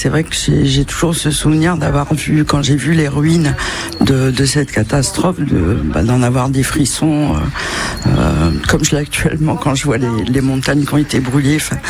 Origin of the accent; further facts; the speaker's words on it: Occitanie, France; moi je suis des Pyrénées-Orientales